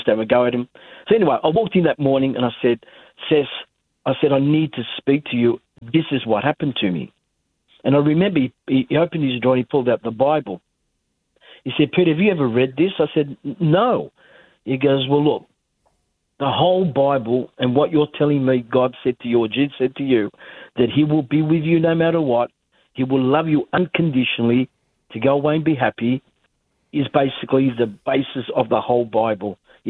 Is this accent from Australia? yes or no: yes; Newcastle, New South Wales, Australia; moved away as an adult; now in Sydney, Australia; Yes, I was born in Newcastle, and so I'm a Novocastrian like yourself